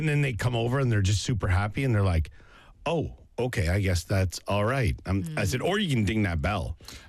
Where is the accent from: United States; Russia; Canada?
Canada